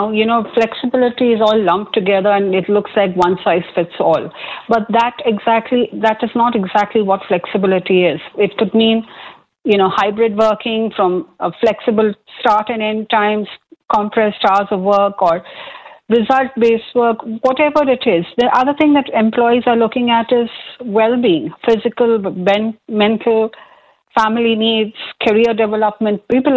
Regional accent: India; So, Mildred, going back to the days, I come from India and one of the things that whenever I was employed, We had a medical health checkup

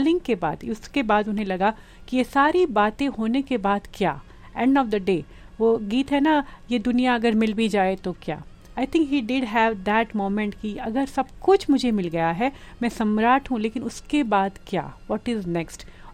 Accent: Mumbai, Maharashtra, India; moved away; specially I am from Mumbai

